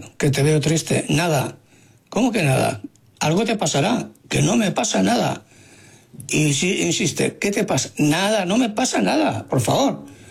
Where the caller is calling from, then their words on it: Barcelona, Catalonia, Spain; Hola, Farero, soy … de Barcelona.